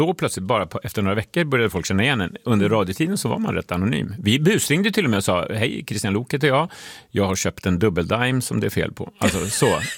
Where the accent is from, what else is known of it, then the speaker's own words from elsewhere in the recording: Estonia; Som mina föräldrar hämtar hem från Estland varje sommar när de är där, för vi är från Estland.